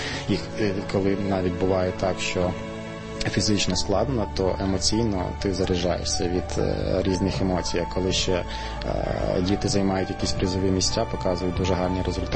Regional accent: Zhytomyr Oblast, Ukraine; і я сам з Житомирщини, і хотів дійсно долучитися до лав 95-ї.

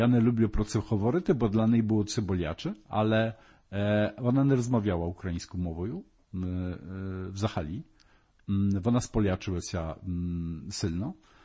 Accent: Poland; Ukrainian is a second language; moved away; коли я говорив, що я з Польщі

